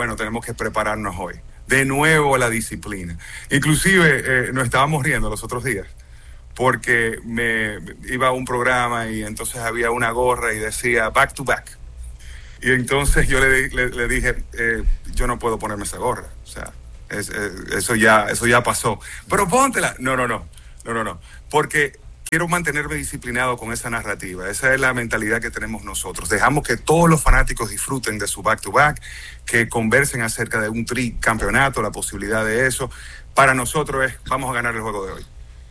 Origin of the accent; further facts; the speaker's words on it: Dominican Republic; moved away; also born or lived in United States; donde crecimos aquí en República Dominicana, y después sacrificaron para nosotros llegar a Estados Unidos